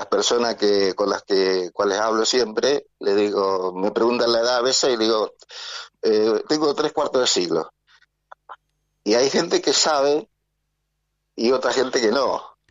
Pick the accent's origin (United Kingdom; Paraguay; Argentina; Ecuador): Argentina; Santo Tomé, Corrientes; Yo nací en Santo Tomé, Corrientes.